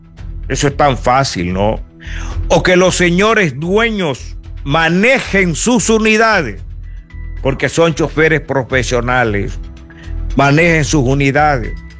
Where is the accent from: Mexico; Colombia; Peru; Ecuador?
Ecuador; Somos nosotros los ecuatorianos.